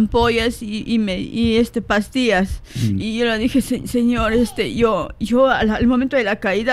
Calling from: Ancash, Peru; Soy de Ancash.

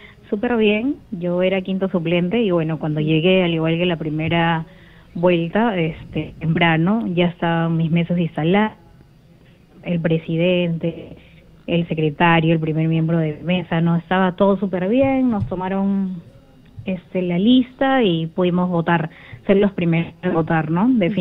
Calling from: Peru; Sí cuestiono como peruano de a pie ese 50% del partido de Roberto Sánchez, no porque sea fujimorista

